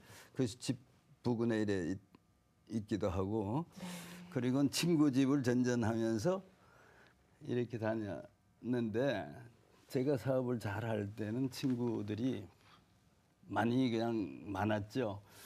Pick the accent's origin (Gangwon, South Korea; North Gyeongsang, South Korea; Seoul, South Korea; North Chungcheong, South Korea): Gangwon, South Korea; Taebaek; 제 고향은 강원도라고 그러는 거죠. 태백이라고. 단광촌에서 태어나서 거기서 초중고 다